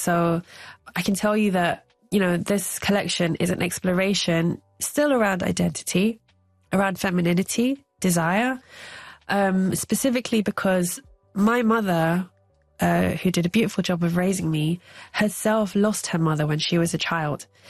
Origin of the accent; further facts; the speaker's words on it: London, United Kingdom; I grew up, you know, as a Londoner, certainly from school, it's not the cool thing, is it, to love nature and birds.